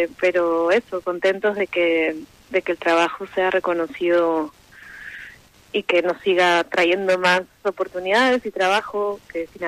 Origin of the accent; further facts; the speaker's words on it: Peru; moved away as an adult; now in Spain; Sí, bueno, mi esposo y yo somos un dúo, somos peruanos. Vivimos acá en España hace 3 años.